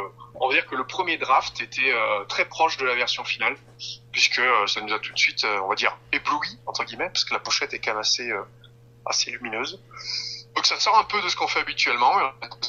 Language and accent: French; Auvergne-Rhône-Alpes, France; originaire des alentours de Saint-Étienne